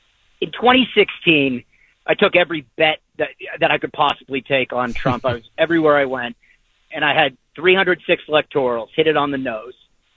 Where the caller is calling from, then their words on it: Connecticut, United States; I'm in the middle of Connecticut right now.